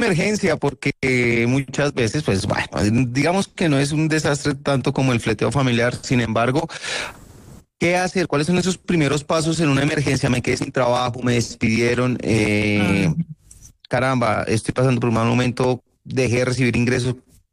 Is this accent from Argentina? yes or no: no; Colombia; la cultura de nosotros como colombianos